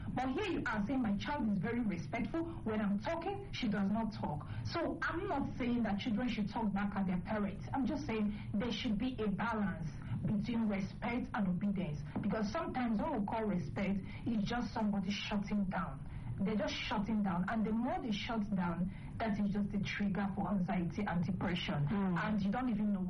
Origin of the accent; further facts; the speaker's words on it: Eastern Nigeria, Nigeria; now in Abuja, Nigeria; where I come from the East